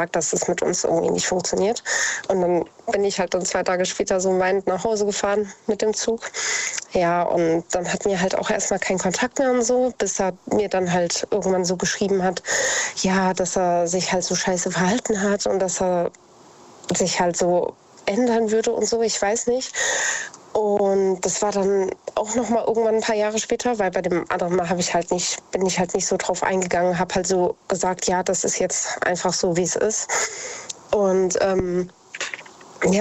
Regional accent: Idstein, Hesse, Germany; Ich komme aus der Nähe von Wiesbaden, ich komme aus Edstein.

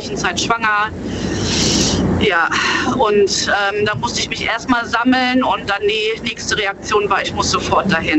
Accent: Hennef, North Rhine-Westphalia, Germany; Hennef. Ich komme aus Hennef.

